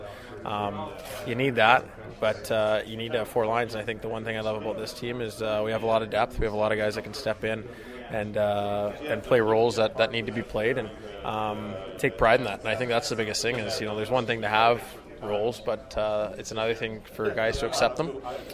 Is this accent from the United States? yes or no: no; Vancouver, British Columbia, Canada; growing up in Vancouver, I always look forward to going to Canucks games